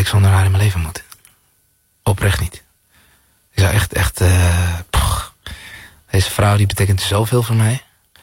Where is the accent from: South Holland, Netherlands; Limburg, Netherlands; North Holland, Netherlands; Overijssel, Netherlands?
North Holland, Netherlands; Zaandam; de plek waar ik vandaan kwam, Zaandam, was niet de meest heilige plek.